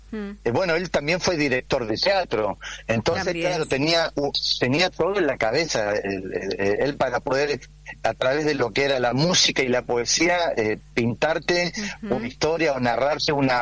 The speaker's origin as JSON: {"language": "Spanish", "country": "Chile", "tie": "born there", "moved": "yes", "said": "yo cuando estuve en Chile, yo soy chileno, nací allá, por supuesto, en el golpe de Estado, yo estaba en Santiago"}